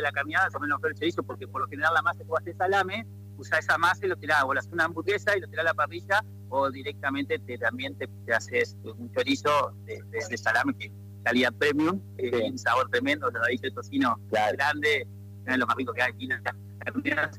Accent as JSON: {"language": "Spanish", "town": "Viale", "region": "Entre Ríos", "country": "Argentina", "tie": "born there", "lives_now": "Paraná, Argentina", "said": "yo estoy acá a 50 kilómetros, donde nací en Viales, tengo un pequeño lugar donde procesamos la carne"}